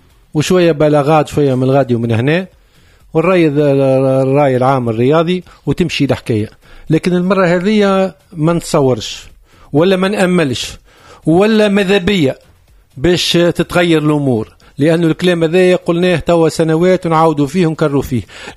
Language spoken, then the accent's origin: Arabic; Tunisia; أنا كتونسي